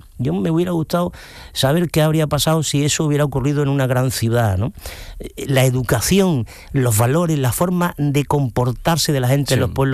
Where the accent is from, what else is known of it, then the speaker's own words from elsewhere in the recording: Ubrique, Andalusia, Spain; mi pueblo, en Ubrique